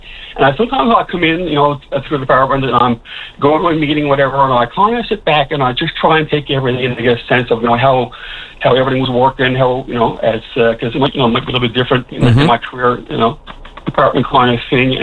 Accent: Gander, Newfoundland and Labrador, Canada; I come from Wight and Gander

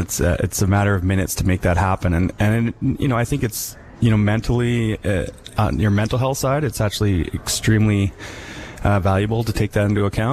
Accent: Vancouver, British Columbia, Canada; don't get me wrong, I grew up in Vancouver. I love Vancouver. I've sold that city around the world most of my life.

